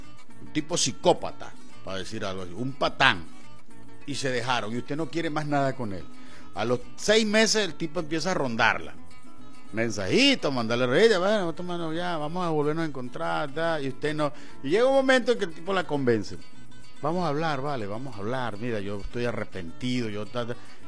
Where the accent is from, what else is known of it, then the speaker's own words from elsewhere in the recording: Venezuela; Aquí estoy hablando en mi país. En Venezuela está ocurriendo eso.